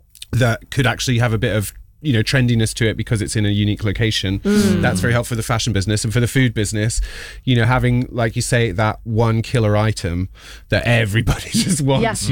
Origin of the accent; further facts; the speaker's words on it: London, United Kingdom; As a Londoner